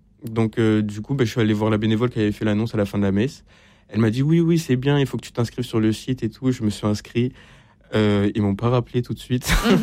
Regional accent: Montpellier, Occitanie, France; now in Île-de-France, France; une nouvelle ville, parce que de base, je viens de Montpellier.

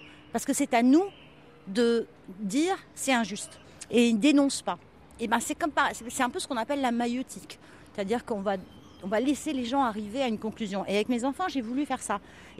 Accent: Nice, Provence-Alpes-Côte d'Azur, France; born there; Et je suis née à Nice pour ça.

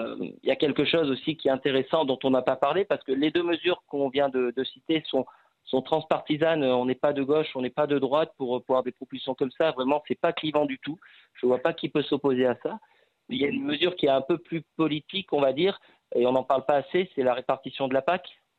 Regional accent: Auvergne-Rhône-Alpes, France; chez nous en Ardèche, il y a beaucoup d'arboriculteurs dans la cerise

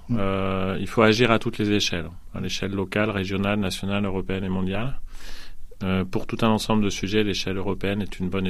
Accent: Poitiers, Nouvelle-Aquitaine, France; born there; J'appartiens au territoire où je suis né, à Poitiers, à peut-être à la région, au département, et puis au pays, et à l'Europe et au monde.

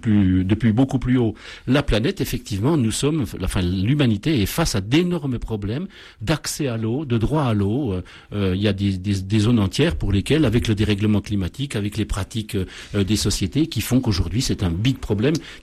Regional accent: France; Moi, quand j'étais môme, à Renier, dans mon village natal

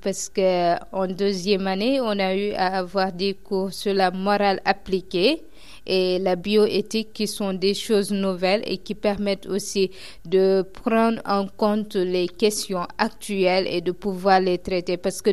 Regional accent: Senegal; moved away; je suis sénégalaise

